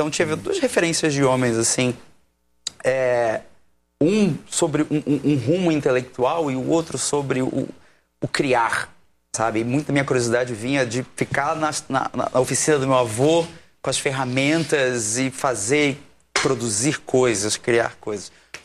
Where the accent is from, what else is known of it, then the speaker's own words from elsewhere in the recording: Niterói, Rio de Janeiro, Brazil; born there; Sou carioca também, nasci em Niterói.